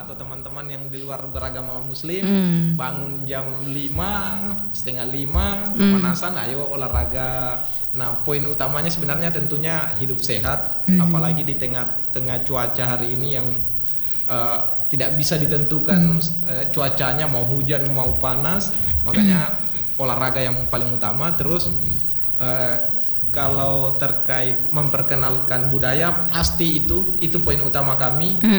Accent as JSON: {"language": "Indonesian", "town": "Mamuju", "region": "West Sulawesi", "country": "Indonesia", "tie": "born or raised there", "said": "saya besar lahir di Mamuju dan tinggal di Mamuju, ya makanya saya menganggap saya orang Mamuju."}